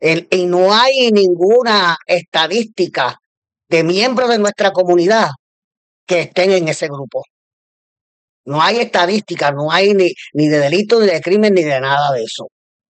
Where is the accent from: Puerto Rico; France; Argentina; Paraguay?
Puerto Rico; nosotros tenemos derecho como puertorriqueños, puertorriqueñas y puertorriqueñas, estar en las calles de nuestra patria seguros, seguros.